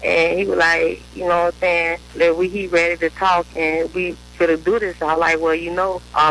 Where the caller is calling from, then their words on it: Fort Lauderdale, Florida, United States; I'm calling from Fort Lauderdale.